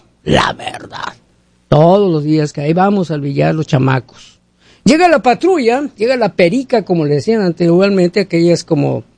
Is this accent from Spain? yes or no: no; Mexico; now in United States; ¿Qué vamos a hacer nosotros los mexicanos aquí en los Estados Unidos?